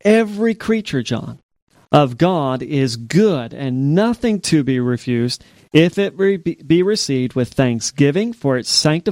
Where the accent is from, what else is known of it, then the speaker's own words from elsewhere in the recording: Louisiana, United States; it's very similar, in fact, to what I grew up in French South Louisiana.